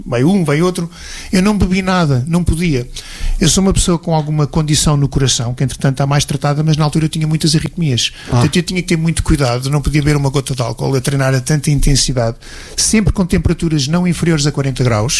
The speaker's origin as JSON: {"language": "Portuguese", "country": "Portugal", "said": "Eu sou de Portugal, é o país do Cristiano Ronaldo"}